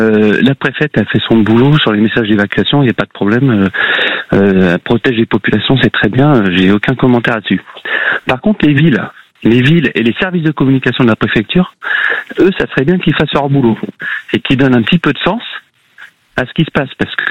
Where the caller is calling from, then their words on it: Mérignac, Nouvelle-Aquitaine, France; Alors moi, je suis à la frontière entre la ville de Mérignac et de Pessac.